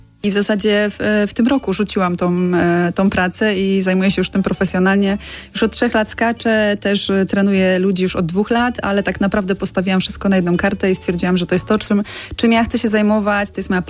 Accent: Tychy, Silesian Voivodeship, Poland; Ja te zajęcia tak jakby otworzyłam z pasji trochę na Śląsku u siebie w Tychach

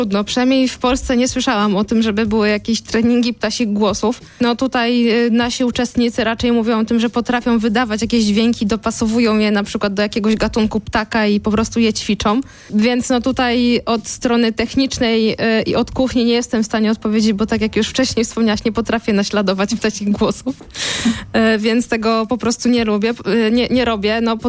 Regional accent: Wałbrzych, Lower Silesian Voivodeship, Poland; ja akurat pochodzę z Wałbrzycha i dzięcioły zielono-siwe mam pod oknem

